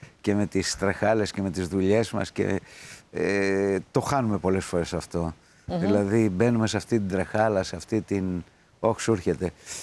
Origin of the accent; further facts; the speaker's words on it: Mytilene, North Aegean, Greece; moved away; Ναι, γεννήθηκα εκεί. Και μεγάλωσα εκεί.